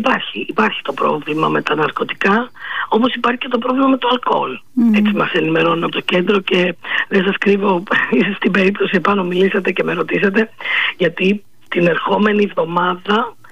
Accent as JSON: {"language": "Greek", "town": "Alexandroupoli", "region": "Eastern Macedonia and Thrace", "country": "Greece", "said": "να μιλήσω για την πόλη μου"}